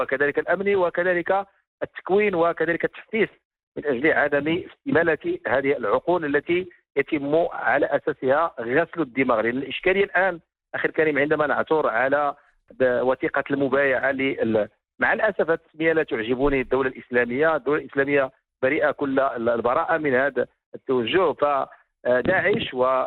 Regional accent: Morocco

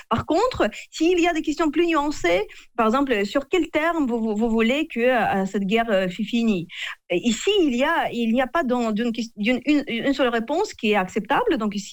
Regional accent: Russia; moved away; moi, je vois en tant que Russe, parce que je suis les réseaux sociaux russes tous les jours

